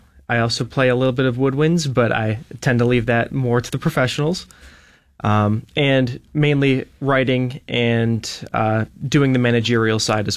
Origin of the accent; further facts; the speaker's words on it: Rochester, New York, United States; also born or lived in Michigan; Yes, I was born in Michigan, but I moved to Rochester as a very young boy, and I spent my whole life here, basically.